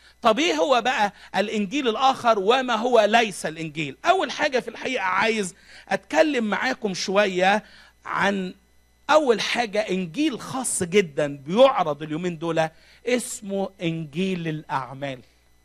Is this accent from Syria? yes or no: no; Egypt; عندنا في مصر